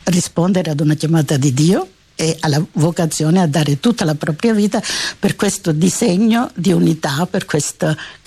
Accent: Calabria, Italy; moved away as an adult; ero la primogenita, quindi la femmina, la figlia femmina, che in un certo senso in Calabria non era ben vista

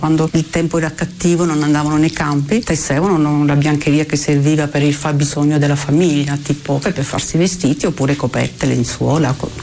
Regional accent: Alberobello, Apulia, Italy; Albero Bello per me è il mio cuore, il mio paese, cioè io ci sono nata, ci sono vissuta, ci sto benissimo in effetti.

